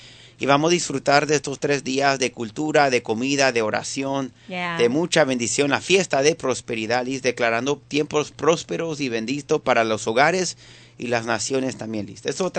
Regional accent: Venezuela

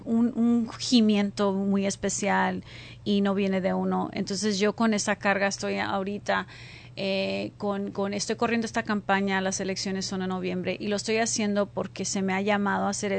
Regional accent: California, United States; yo nací en California, ahí crecí. Mi mamá llegó a este país cuando tenía como 15 años de Guadalajara. Mi abuelito era un farmer, era una persona que trabajaba en los files de Oxnard, California.

